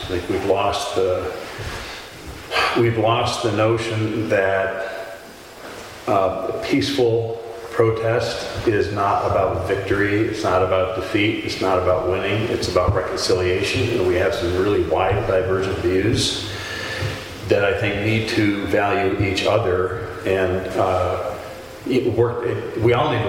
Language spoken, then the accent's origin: English; Chester, Vermont, United States; I have lived in Vermont my whole life. I've lived in Chester for 50 years.